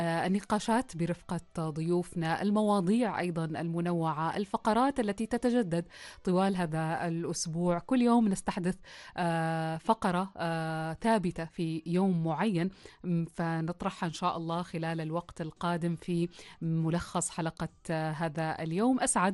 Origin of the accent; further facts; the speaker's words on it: Oman; أنا كشابة عمانية